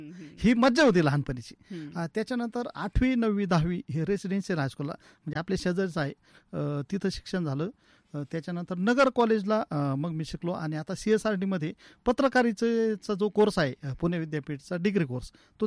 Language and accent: Marathi; Ahmednagar, Maharashtra, India; तर मी आहे मूळचा सावडीचा, आणि नदीच्या वरती बोलेगावला आमची जमीन होती, त्याच्यामुळे रेडिओ नगर जशी शिना नदीच्या कडेला आहे का, तसा मी शिना नदीच्या कडेचाच आहे।